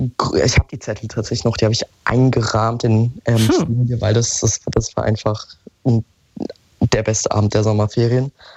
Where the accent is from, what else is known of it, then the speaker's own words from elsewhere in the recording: Germany; als Deutscher